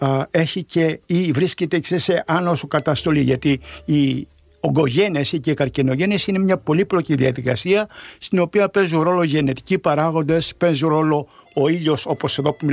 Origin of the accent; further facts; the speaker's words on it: Piraeus, Attica, Greece; Είναι ιδιαίτερη χαρά για μένα, γιατί ξέρετε πόσο αγαπώ το σταθμό και πόσο αγαπώ τον Πειραιά. Είμαι Πειραιώτης γέννημα θρέμα.